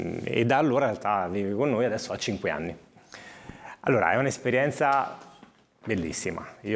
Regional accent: Rome, Lazio, Italy; born there; Io sono nato a Roma

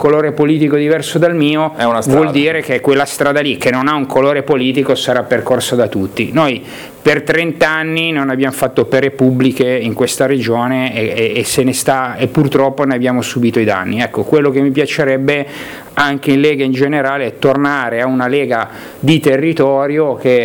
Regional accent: Liguria, Italy; noi come Liguri

